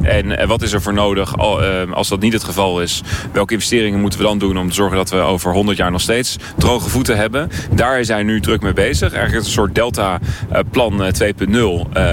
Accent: Netherlands

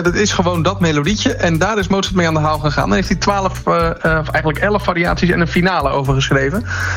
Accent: Rotterdam, South Holland, Netherlands; Ik kom uit Rotterdam.

